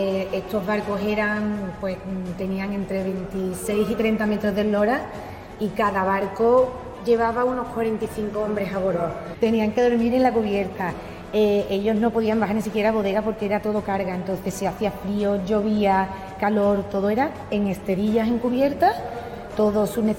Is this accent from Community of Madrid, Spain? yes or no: no; Sanlúcar de Barrameda, Andalusia, Spain; nosotros, Sanlúcar, siendo un pueblo súper importante de Andalucía